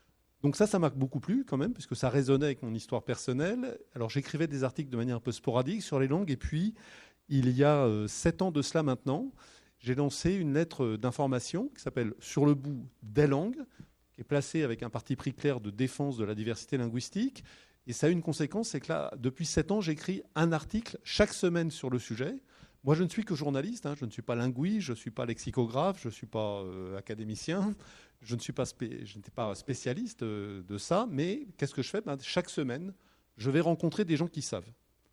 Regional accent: Paris, Île-de-France, France; La raison personnelle, vous l'entendez à mon accent, j'ai toujours vécu à Paris. Mon père était parisien, mais mon père était un homme de goût puisqu'il a épousé une béarnaise.

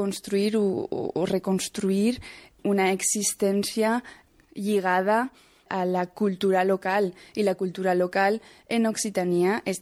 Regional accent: Catalonia, Spain; Jo personalment sóc catalana. Per a mi, bueno, jo he estat criada en un ambient on la llengua i la cultura per al nostre poble i per al nostre territori és molt important

